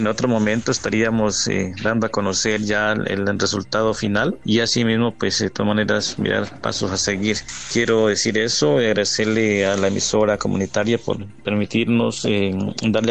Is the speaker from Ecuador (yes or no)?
no; Colombia; somos colombianos